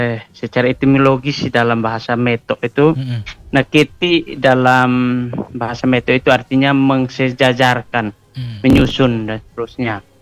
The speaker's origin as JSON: {"language": "Indonesian", "region": "East Nusa Tenggara", "country": "Indonesia", "said": "Dan orang-orang kami orang Timur itu akan mencari tahu."}